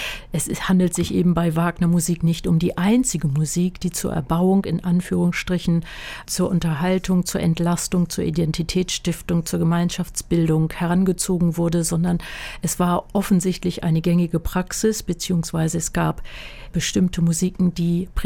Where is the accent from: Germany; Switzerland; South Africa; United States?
Germany; Northern Germany; ich komme aus Norddeutschland. Wir sprechen dort ganz anderen Dialekt.